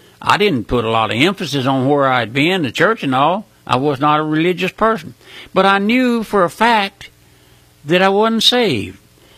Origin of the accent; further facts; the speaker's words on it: Louisiana, United States; Well, I'm just an old country boy. I was born and raised here in South Louisiana.